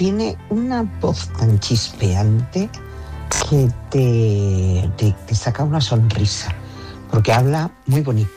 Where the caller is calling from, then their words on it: Madrid, Community of Madrid, Spain; de Madrid.